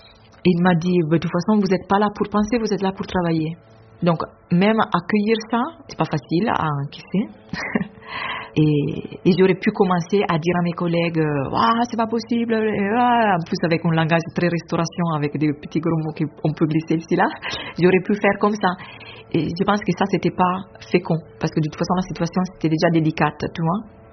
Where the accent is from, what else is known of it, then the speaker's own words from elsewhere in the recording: Italy; French is a second language; moved away as an adult; also born or lived in Haiti; now in Paris, France; Et je suis italienne et j'ai quitté l'Italie pour entrer dans la vie religieuse en 2008.